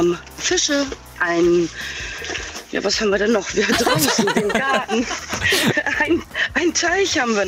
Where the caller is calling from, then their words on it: Aschwarden, Lower Saxony, Germany; ich komme aus Aschwaden.